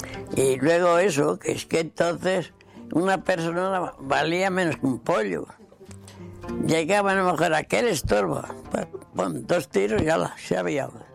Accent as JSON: {"language": "Spanish", "town": "Masegoso de Tajuña", "region": "Castilla-La Mancha", "country": "Spain", "tie": "born there", "said": "Cuando empezó la guerra en Masegueso de Tajuña, tenía 15 años."}